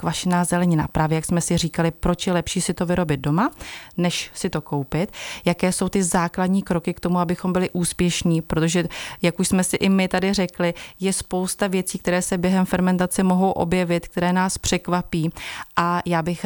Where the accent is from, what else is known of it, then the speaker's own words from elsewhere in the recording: Bohemia, Czechia; A my u nás v Čechách, já třeba vyrábím, já tomu říkám tradiční knínické kimchi